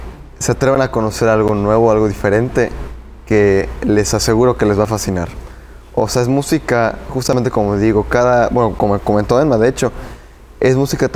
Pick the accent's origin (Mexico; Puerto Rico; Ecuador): Mexico; nosotros como mexicanos nos es muy allegado ese lenguaje, ¿no?